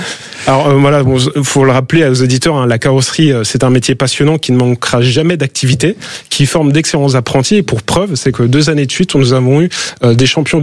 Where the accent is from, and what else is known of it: Grand Est, France